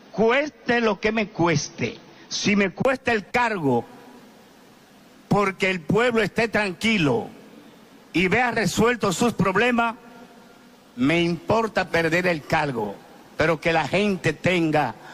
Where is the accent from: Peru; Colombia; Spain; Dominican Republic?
Dominican Republic; Monseñor Nouel; el medio ambiente de nuestra provincia, Monseñor Noel, sobre todo de Bonao, que es la capital de la provincia, Monseñor Noel